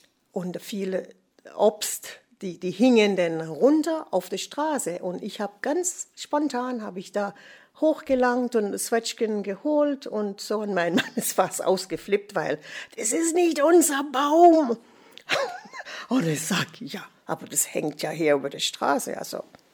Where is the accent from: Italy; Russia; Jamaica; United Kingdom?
Jamaica; German is a second language; moved away; aber wir haben auch unser Dialekt in Jamaika. Und ich habe versucht, meine Sprache und mein Essen und einfach Erzählungen, wie ich gewohnt habe als Kind und so.